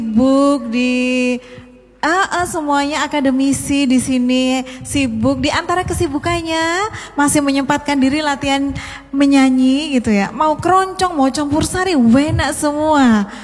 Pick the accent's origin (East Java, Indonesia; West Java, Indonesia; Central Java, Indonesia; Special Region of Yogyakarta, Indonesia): East Java, Indonesia; Ponorogo; Selamat malam Ponorogo. Saya juga dari Ponorogo loh, Mbak Nita.